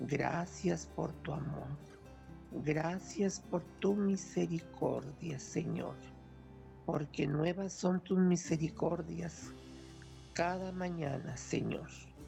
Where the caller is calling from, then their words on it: Santa Bárbara, Chihuahua, Mexico; de Santa Bárbara, Chihuahua.